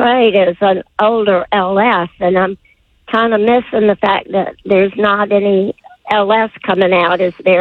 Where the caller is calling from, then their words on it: Dunwoody, Georgia, United States; In Dunwoody.